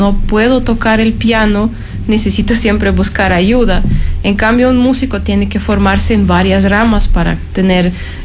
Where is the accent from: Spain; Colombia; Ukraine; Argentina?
Ukraine; Spanish is a second language; moved away as an adult; also born or lived in Loja, Ecuador; now in Quito, Ecuador; Yo soy cantante lírica ucraniana, me formé en Ucrania desde 6 años hasta llegar a cumplir mis estudios con la maestría en canto lírico.